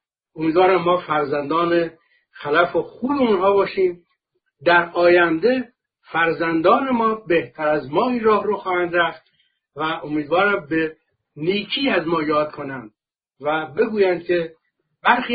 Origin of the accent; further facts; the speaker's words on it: Iran; من مسلمان نیستم، من یک انسانم، من ایرانی هستم.